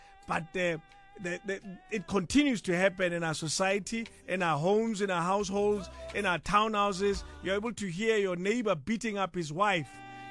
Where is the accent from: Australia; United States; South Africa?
South Africa; Are we as South African men willing and able to recognize the pain that we cause?